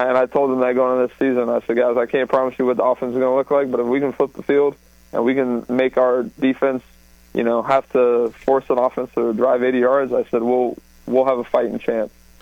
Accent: Delray Beach, Florida, United States; wow, that's, 2.5-3 hours away from where I grew up in Delray Beach.

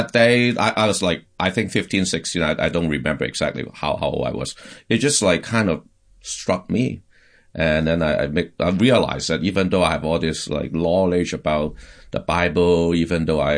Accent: Hong Kong; So I was born and raised in Hong Kong.

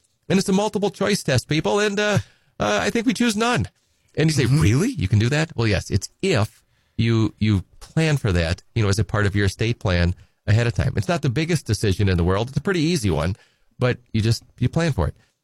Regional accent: Edgar, Wisconsin, United States; I'm from Edgar, originally, and you know, good hometown Wisconsin Badger. My undergrad is from Madison, but I'm from Edgar.

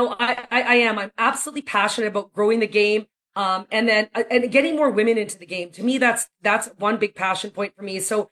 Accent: Calgary, Alberta, Canada; So this week, we're so fortunate to have the Champions Tour in my hometown of Calgary, Alberta.

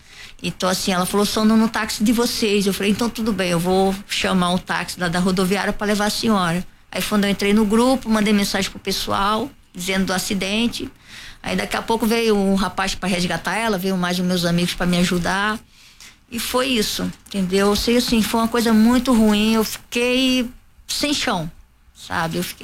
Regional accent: Northeast Region, Brazil; now in Rio de Janeiro, Brazil; Porque ela é do Nordeste, eu sou do Nordeste

